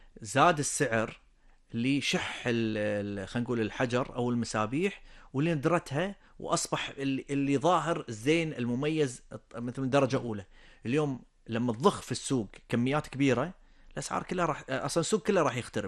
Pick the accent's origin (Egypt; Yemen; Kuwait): Kuwait; ليش برا صاير أغلى من الكويت